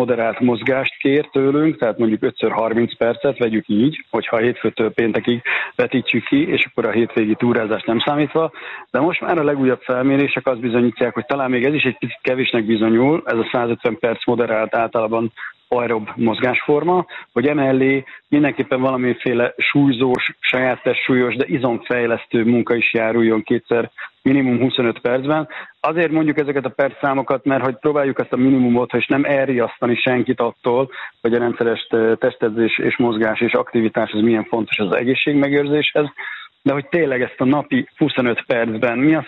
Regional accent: Szeged, Csongrád-Csanád, Hungary; éppen Szegeden vagyok a Testnevelő Tanárok Országos Egyesületének konferenciáján, és jövő héten is jövök vissza Szegedre. Igaz, hogy ez szülővárosom

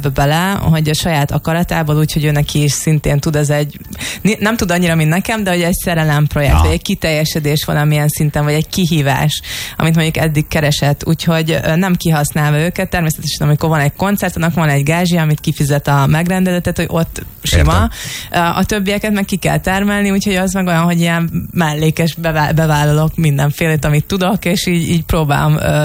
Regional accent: Lake Balaton area, Hungary; én ugye Balatonon nőttem fel

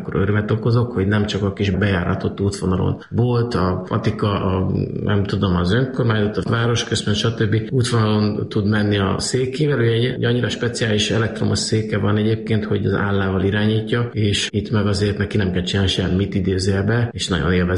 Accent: Kecskemét, Bács-Kiskun, Hungary; Kecskeméti Pérista gimnáziumban jártam

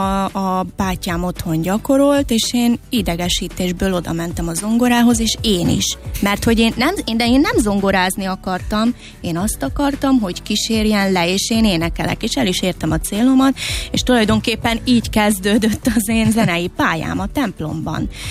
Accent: Komárno, Nitra Region, Slovakia; Felvidéken születtem, Komáromban, Révkomáromban, és egy kis faluban nevelkedtem tulajdonképpen a szüleimmel, és négy testvéremmel, és ötödik gyerekként születtem.

